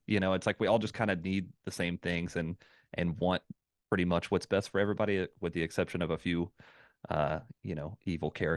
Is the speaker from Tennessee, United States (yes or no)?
yes; Tennessee, United States; I grew up in Southeast Tennessee here